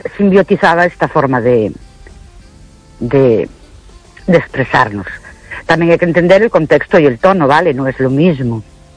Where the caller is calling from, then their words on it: Ourense, Galicia, Spain; Buenas noches … de Orense.